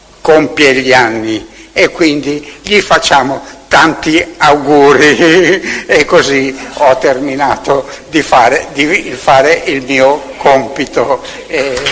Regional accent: Milan, Lombardy, Italy; però io rimango a Milano, perché forse sono un milanese un po' testardo, ecco, e quindi ho voluto rimanere qui nella mia città.

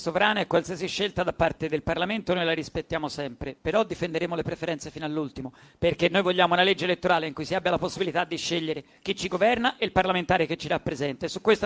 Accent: Tuscany, Italy; a me da Toscana interessa che vinca Siena.

